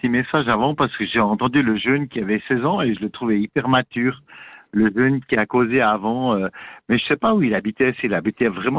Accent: Switzerland; chez nous en Suisse.

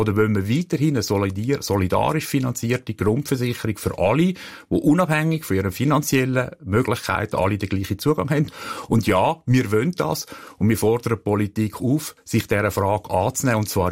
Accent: Switzerland; Sehr nicht schön für uns, schwierig für uns als Schweizer, als Europäer.

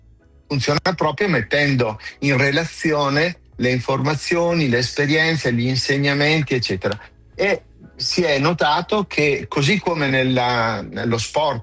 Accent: Lombardy, Italy; Oltretutto io ho origini bergamasche, dalle nostre parti si dice anche allo stesso modo molla mia.

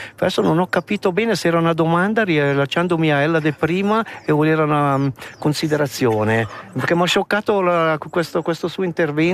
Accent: Rodi-Fiesso, Ticino, Switzerland; now in Lugano, Switzerland; Io sono nato e cresciuto a Rodi

